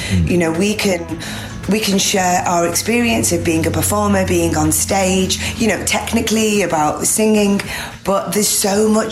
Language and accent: English; United Kingdom; Being British growing up here, that was what you like dreamed about doing.